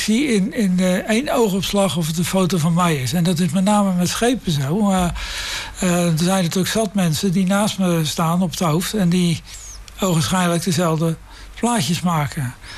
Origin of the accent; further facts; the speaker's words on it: Vlaardingen, South Holland, Netherlands; also born or lived in Singapore; Vlaardingen, want ja, dat is toch dus dat waar ik vandaan kom.